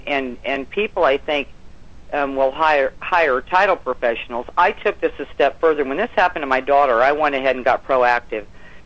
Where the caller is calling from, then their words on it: Indiana, United States; Now, I'm from Indiana, and I just live in a little plain house.